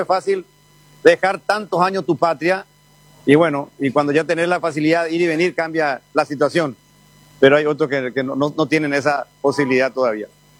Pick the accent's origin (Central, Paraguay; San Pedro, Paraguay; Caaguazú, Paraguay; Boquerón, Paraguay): Central, Paraguay; Areguá; born there; ¿Cómo que no vivo en Areguá? Nací en Areguá. Tengo mi casa en Areguá.